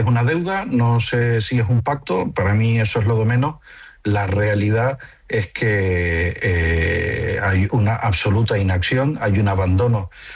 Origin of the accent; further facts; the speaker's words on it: Canary Islands, Spain; Yo, en concreto, yo soy canario, uno de los grandes productores de tomate